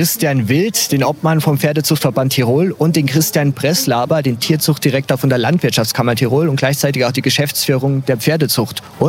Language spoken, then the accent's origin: German; Germany; now in Tyrol, Austria; Da dachte ich mir, boah, als Deutscher, die Namen, die klingen aber echt brutal.